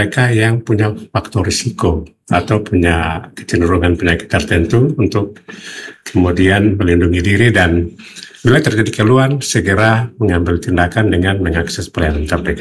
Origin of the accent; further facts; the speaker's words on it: Manokwari, West Papua, Indonesia; kita warga Manokwari